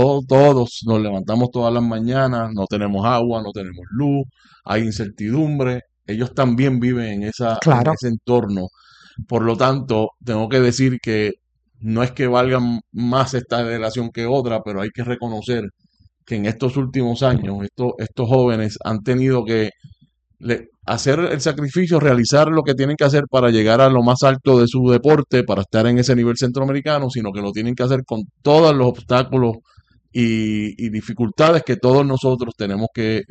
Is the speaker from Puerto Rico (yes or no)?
yes; Vega Baja, Puerto Rico; de Vega Baja, de mi pueblo.